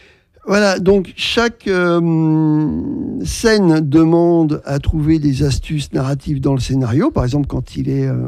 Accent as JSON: {"language": "French", "region": "Normandy", "country": "France", "said": "Bon, moi en plus, je suis normand, donc le débarquement, ça me parle."}